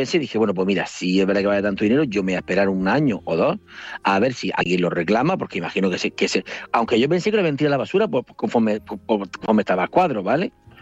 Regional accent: Murcia, Region of Murcia, Spain; soy de Murcia y tal.

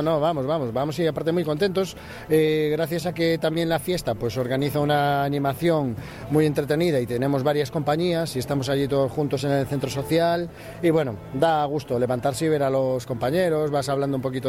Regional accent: Vigo, Galicia, Spain; Yo, en este caso, soy, como digo, del Caribe gallego, de las Rías Baixas de Vigo.

